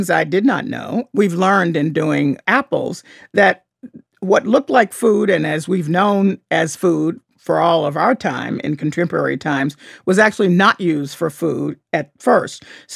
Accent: Memphis, Tennessee, United States; now in Massachusetts, United States; when I moved from Memphis, Tennessee to Massachusetts a long time ago for school

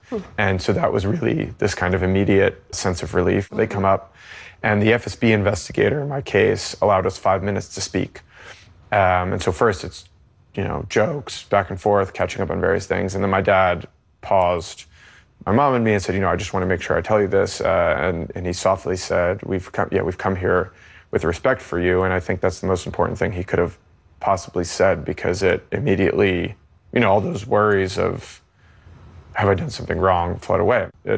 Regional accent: United States; And I'm an American journalist.

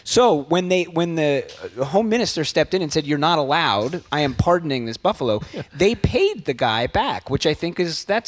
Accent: Pennsylvania, United States; I'm from Pennsylvania. People in Pennsylvania can get pretty weird.

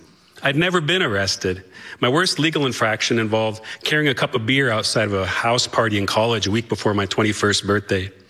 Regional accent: South Dakota, United States; now in Lincoln, United States; I grew up in South Dakota. I live now in Lincoln.

